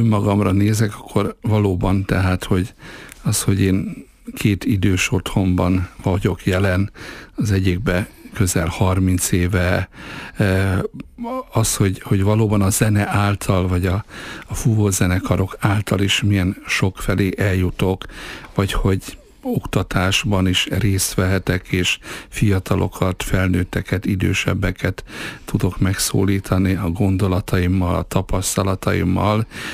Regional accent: Miskolc, Borsod-Abaúj-Zemplén, Hungary; én miskolci születésű vagyok, én itt nőttem, itt jártam általános iskolába, középiskolába, 13 éves korom óta zenélek.

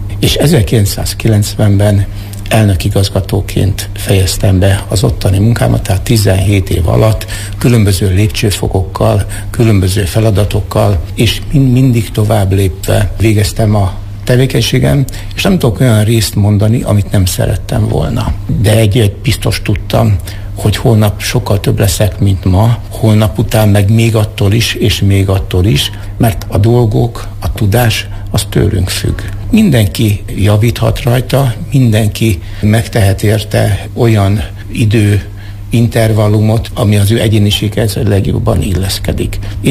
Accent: Miskolc, Borsod-Abaúj-Zemplén, Hungary; Én egy végtelenül szegény, de rendkívül tisztességes családba születtem, negyedik fiú gyermekként, Miskolcon.

